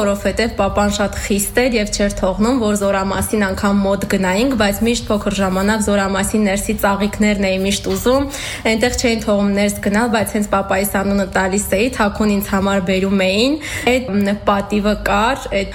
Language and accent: Armenian; Nagorno-Karabakh, Azerbaijan; 28 տարեկան, ծնվել եմ Արցախում, մեծացել եմ զինվորականի ընտանիքում